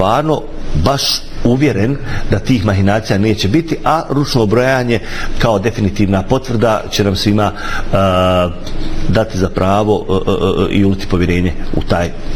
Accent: Federation of Bosnia and Herzegovina, Bosnia & Herzegovina; kao Bošnjak iz Unsko-sanskog kantona u 30 godina nakon rata u Unsko-sanskom kantonu se ni za šta nisu pitali ni Dodik, ni Čović

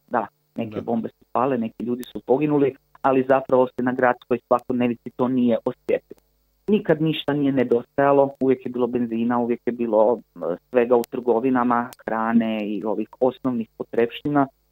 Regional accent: Croatia; Ja sam odrastao u Hrvatskoj

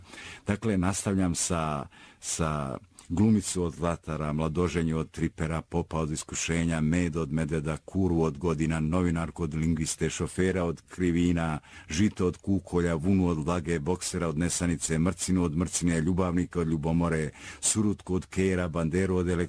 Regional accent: Sanski Most, Federation of Bosnia and Herzegovina, Bosnia & Herzegovina; rekao hvala ti, ali ja sam iz Sanskog mosta.

